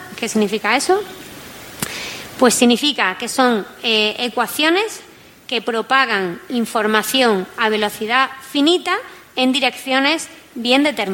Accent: Málaga, Andalusia, Spain; now in Valencia, Spain; Yo soy malagueña, estoy en Valencia.

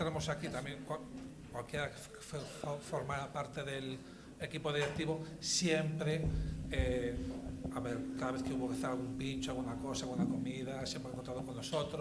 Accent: Canido, Galicia, Spain; É un pouco reflejo del barrio onde vivimos.

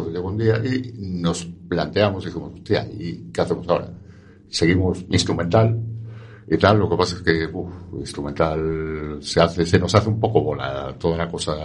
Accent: Ourense, Galicia, Spain; also born or lived in Vigo; Sí, yo soy de Ourense Capital, Vigo Sucursal.

